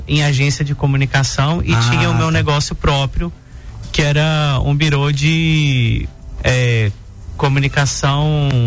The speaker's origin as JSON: {"language": "Portuguese", "town": "Carangola", "region": "Minas Gerais", "country": "Brazil", "tie": "born or raised there", "moved": "as an adult", "said": "nasceu numa cidade do interior de Minas chamada Carangola e viveu lá até os 17 anos. Depois se mudou para Ipatinga para fazer a faculdade, no Unileste"}